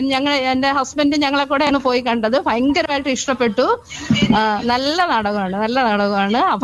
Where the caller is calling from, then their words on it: Amboori, Kerala, India; ഞാൻ അമ്പൂരിൽ നിന്നാണ് വിളിക്കുന്നത്.